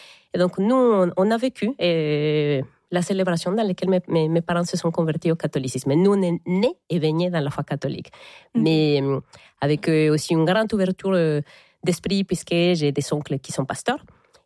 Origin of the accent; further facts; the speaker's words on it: Querétaro, Mexico; French is a second language; now in France; Alors moi j'ai grandi dans une ville qui s'appelle Querétaro. Et donc, qui est au nord de la ville de Mexico, à 205 kilomètres, mais pas au nord du pays. C'est vraiment dans le centre du pays.